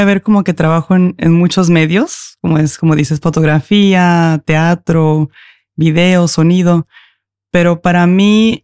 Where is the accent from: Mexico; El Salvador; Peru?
Mexico; San Cristóbal de las Casas, Chiapas; moved away as an adult; now in Norway; mi papá, que es de Camerún, yo nazco, y cuando tengo menos de 2 años se regresa a México conmigo. Entonces crecí en México con mi mamá, entonces el lugar en el que más he estado, donde pasé toda mi infancia, es en México, en San Cristóbal de las Casas.